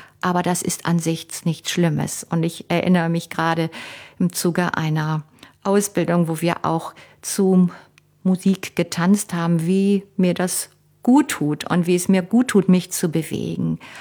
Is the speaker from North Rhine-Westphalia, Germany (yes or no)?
yes; Cologne, North Rhine-Westphalia, Germany; für mich als Kind in Köln aufgewachsen